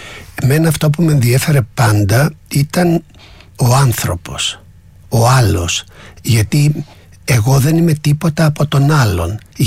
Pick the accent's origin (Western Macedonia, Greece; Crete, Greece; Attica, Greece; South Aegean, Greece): Crete, Greece; Chania; Γεννήθηκα στα Χανιά, στα Χανιά της Κρήτης.